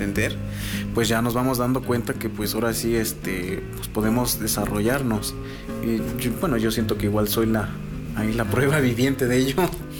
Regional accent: Mexico; doy gracias de ser de Santana, pertenecer a Santana

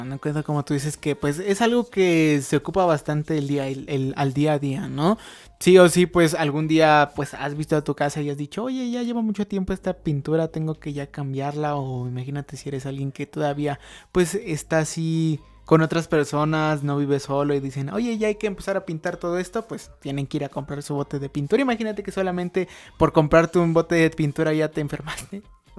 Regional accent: Mexico

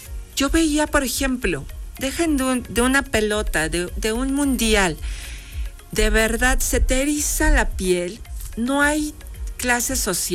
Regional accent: Mexico; somos ahí mexicanos y mexicanas

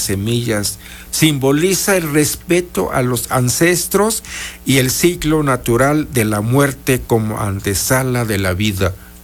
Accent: Mixteca, Mexico; Allá en mi pueblo, no sé si ustedes, pero allá por la región mixteca

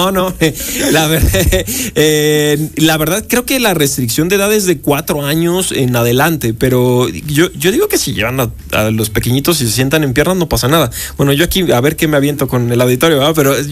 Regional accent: Mexico

